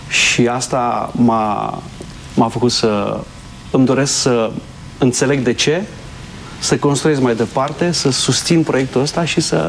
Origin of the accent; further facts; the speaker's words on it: Baia Mare, Maramureș County, Romania; moved away as an adult; also born or lived in Sălaj; now in Bucharest, Romania; M-am născut în Sălaj, am copilărit în Maramureș, în Baia Mare, și la 18 ani m-am mutat în București.